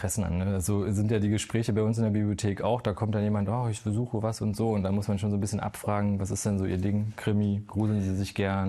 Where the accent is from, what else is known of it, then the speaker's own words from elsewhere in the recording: Halberstadt, Saxony-Anhalt, Germany; Ich komme aus Halberstadt, Wernigerode, also aus einer ganz anderen Ecke und war da bis auf so kleine Unterbrechungen.